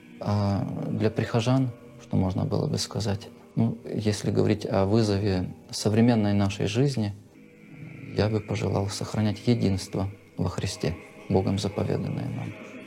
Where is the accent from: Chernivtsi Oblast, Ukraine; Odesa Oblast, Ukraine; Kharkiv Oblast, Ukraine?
Chernivtsi Oblast, Ukraine; also born or lived in Siberia; now in Germany; Я родом с Буковины, это Черновицкая область, Западная Украина, граница Румынии и Молдавии.